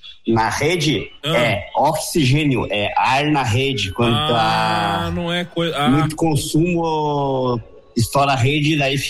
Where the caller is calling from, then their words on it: Lages, Santa Catarina, Brazil; Eu sou de Laje, Santa Catarina